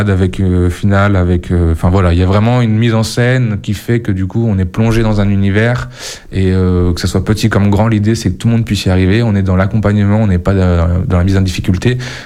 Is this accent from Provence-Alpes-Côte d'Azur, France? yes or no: no; Tours, Centre-Val de Loire, France; born there; moved away as an adult; now in Périgord, France; Non, lycée public à François Rabelais, à Tours.